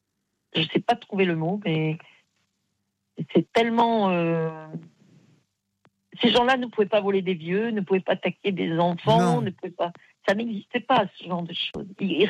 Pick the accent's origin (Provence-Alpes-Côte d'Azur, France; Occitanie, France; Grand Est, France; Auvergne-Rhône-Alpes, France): Provence-Alpes-Côte d'Azur, France; Aix-en-Provence; moi, je l'ai connu, hein, j'étais d'Aix-en-Provence.